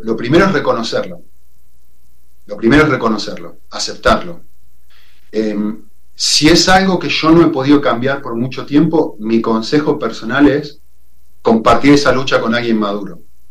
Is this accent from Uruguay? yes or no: no; Argentina; me voy con mi mate, porque soy argentino